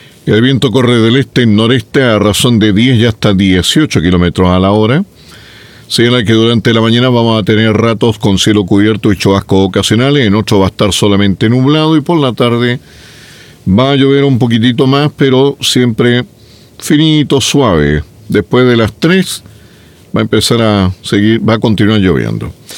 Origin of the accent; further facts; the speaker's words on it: Chile; en Chile decimos las 8 y cuarto.